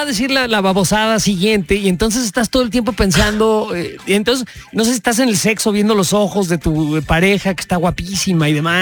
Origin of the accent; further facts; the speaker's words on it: Mexico; porque jodones somos los mexicanos